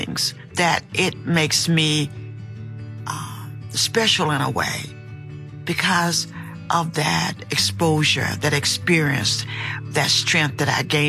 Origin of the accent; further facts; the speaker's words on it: Waycross, Georgia, United States; now in Amherst, United States; I was born and raised in a town in South Georgia called Waycross, Georgia. I presently live in Amherst, Massachusetts.